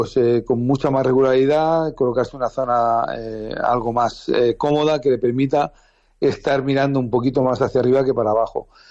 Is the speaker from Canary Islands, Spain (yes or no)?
no; Valencia, Valencian Community, Spain; No nos queda nada más que, bueno, los que somos de Valencia, los que sufrimos con él, pues apoyar al equipo